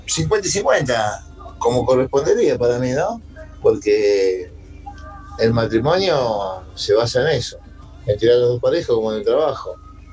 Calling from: San Vicente, Argentina; de San Vicente

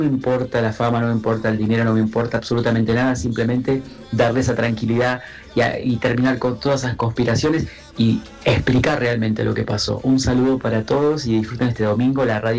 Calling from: Argentina; todos los argentinos

